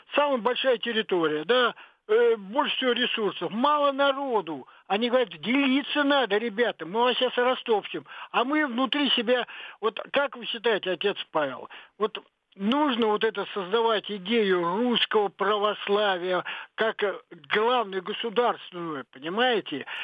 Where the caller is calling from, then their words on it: Saint Petersburg, Russia; Здравствуйте … из Санкт-Петербурга.